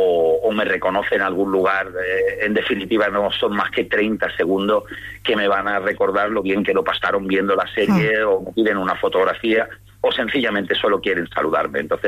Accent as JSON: {"language": "Spanish", "town": "Nerja", "region": "Andalusia", "country": "Spain", "tie": "born there", "also_born_or_lived": "Germany", "said": "mi padre era catalán, mi madre alemana. Yo nací en Alemania y lo que sí tenemos el vínculo con Nerja porque parte de la familia de mi padre es de aquí, de Nerja."}